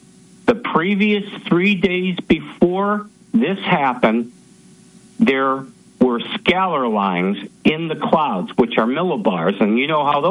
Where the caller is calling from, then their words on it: Connecticut, United States; from Connecticut.